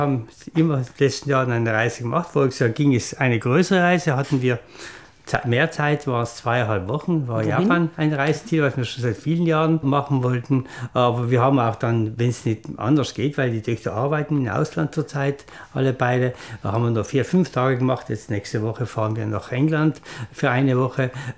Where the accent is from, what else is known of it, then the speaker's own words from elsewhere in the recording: Bolzano, Trentino-Alto Adige, Italy; ich bin auch in Bozen aufgewachsen.